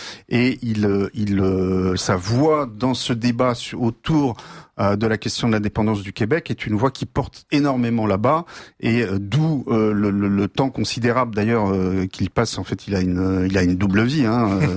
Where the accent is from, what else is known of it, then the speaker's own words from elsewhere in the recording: France; nous autres Français